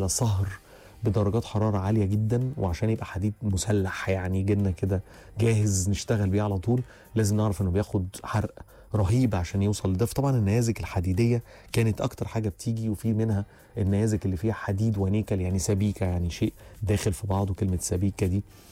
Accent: Egypt; دي منطقة عندنا في مصر بالمناسبة.

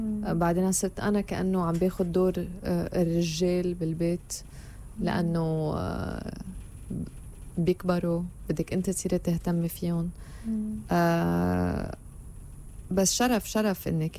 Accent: Lebanon; now in Egypt; انا لما بيجي لهون بيقولوا لي انت شو احساسك كلبنانية عم تشتغلي بمصر

